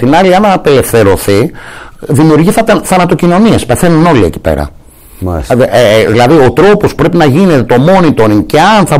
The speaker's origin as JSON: {"language": "Greek", "town": "Aliveri", "region": "Central Greece", "country": "Greece", "tie": "born or raised there", "said": "στο Αλιβέρι την. Γενέτειρά μου, την ιδιαίτερη πατρίδα μου, το Αλιβέρι Ευβίας"}